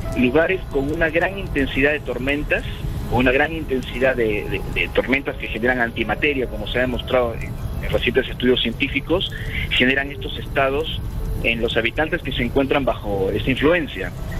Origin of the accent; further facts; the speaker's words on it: Peru; now in Argentina; tanto en Argentina como en mi país de origen, en el Perú.